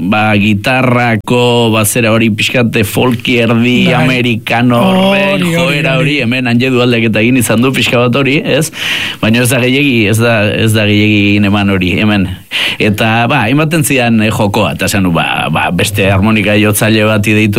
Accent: Errenteria, Basque Country, Spain; born there

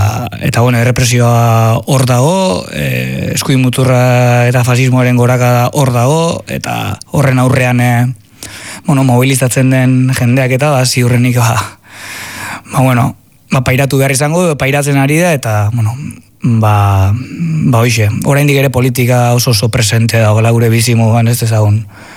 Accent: Azpeitia, Basque Country, Spain; ni Azpeitiarra naiz

